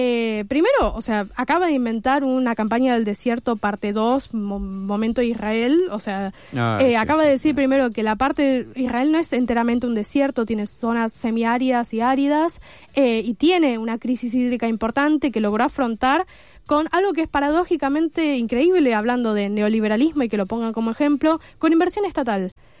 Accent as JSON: {"language": "Spanish", "region": "Buenos Aires", "country": "Argentina", "said": "nosotros no tenemos mucha idea como porteños"}